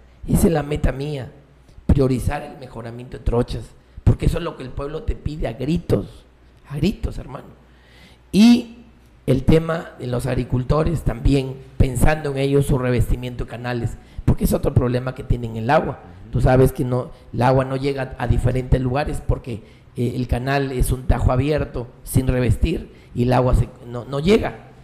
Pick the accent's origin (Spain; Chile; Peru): Peru; Piura; Allá en mi pueblo, por ejemplo, en San Francisco, el Papayo